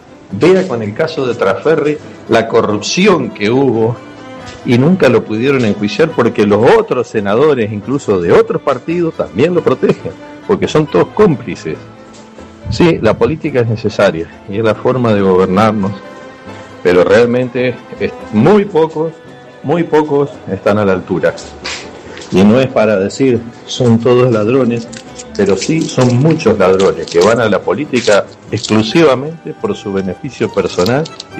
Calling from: Santa Fe, Argentina; acá por ejemplo en Santa Fe

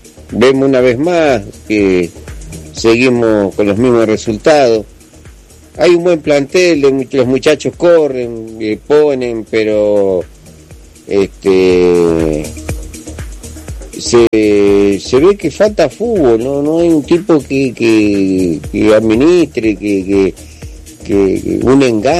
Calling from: Recreo, Santa Fe, Argentina; de Recreo Sur.

